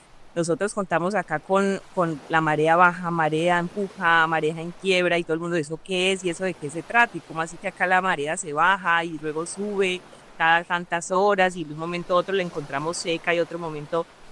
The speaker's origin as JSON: {"language": "Spanish", "region": "Valle del Cauca", "country": "Colombia", "said": "somos vallecaucanos"}